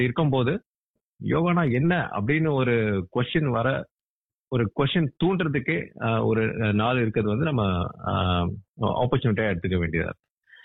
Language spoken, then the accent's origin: Tamil; India; now in Australia; நான் இந்தியாவில் தான் பிறந்து வளர்ந்தேன்.